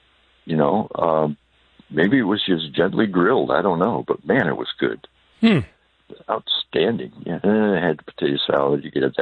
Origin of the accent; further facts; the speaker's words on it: Ohio, United States; Where are you from, Ohio? And I said, oh, she said, where from? I said, well, from Georgia County.